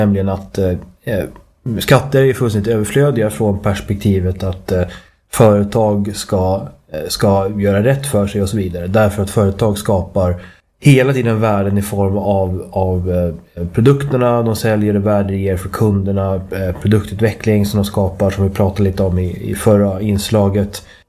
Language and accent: Swedish; Sweden; now in Malta; Jag är lika svensk som alla andra.